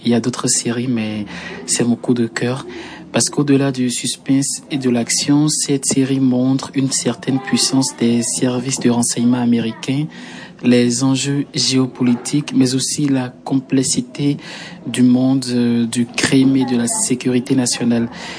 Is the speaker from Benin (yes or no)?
yes; Benin; je viens du Bénin.